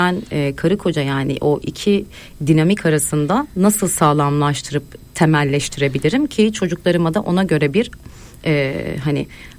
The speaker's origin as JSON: {"language": "Turkish", "region": "Istanbul", "country": "Turkey", "tie": "born there", "said": "Tabii ki. … İstanbul Kadıköy doğumluyum."}